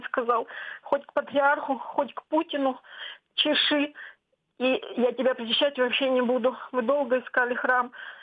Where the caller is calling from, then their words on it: Russian Far East, Russia; Я из глубинки, из Дальнего Востока.